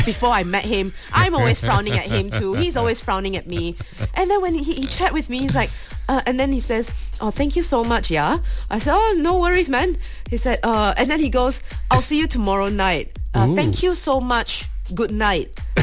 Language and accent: English; Italy; I'm from Italy.